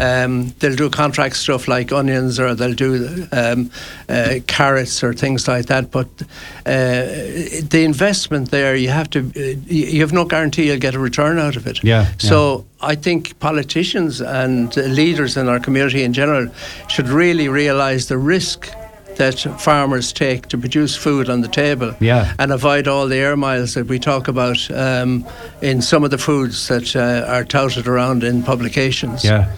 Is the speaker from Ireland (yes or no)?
yes; Loughrea, Connacht, Ireland; I attended my first agriculture show in 1950 in my hometown of Loughrea in County Galway. I was 6 years of age.